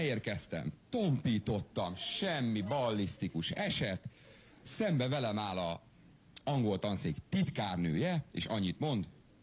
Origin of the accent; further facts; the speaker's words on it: Miskolc, Borsod-Abaúj-Zemplén, Hungary; born there; én ott születtem, csak azért mondom, miskolci